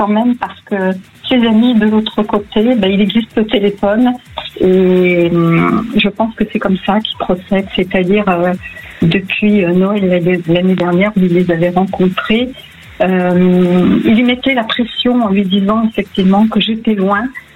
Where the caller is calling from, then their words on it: Provence-Alpes-Côte d'Azur, France; Moi je suis près de Marseille.